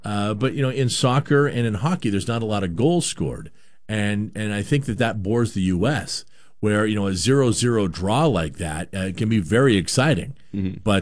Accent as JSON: {"language": "English", "country": "United States", "tie": "born there", "also_born_or_lived": "Vancouver, Canada", "said": "I was born in Vancouver, grew up down here, so I consider myself a North American."}